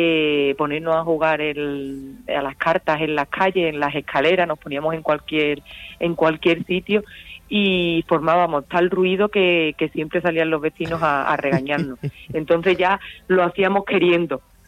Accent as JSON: {"language": "Spanish", "town": "Benamahoma", "region": "Andalusia", "country": "Spain", "said": "yo en mi pueblo todos los planes son perfectos, pero sí es cierto que lo mejor que tenemos aquí en Benamaoma es las fiestas de moros y cristianos"}